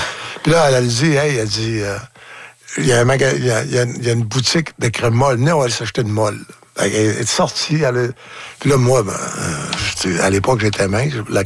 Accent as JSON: {"language": "French", "town": "Falardeau", "region": "Quebec", "country": "Canada", "said": "Oui. Mais je viens de Falardeau."}